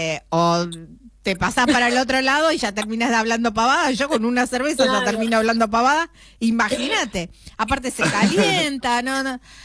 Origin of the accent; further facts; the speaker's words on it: Argentina; Claro, claro, somos argentinos, del centro del mundo.